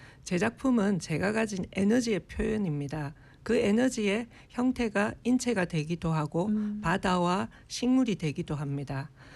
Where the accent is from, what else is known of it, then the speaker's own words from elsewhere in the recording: Busan, South Korea; 저는 부산에서 태어났고 지금도 부산에서 살며 작업하고 있는